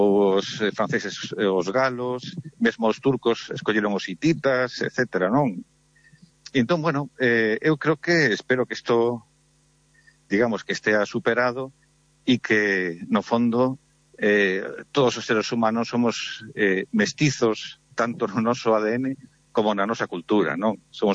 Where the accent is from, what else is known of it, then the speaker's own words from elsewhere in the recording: Galicia, Spain; Temos que decir que, os galegos non somos celtas.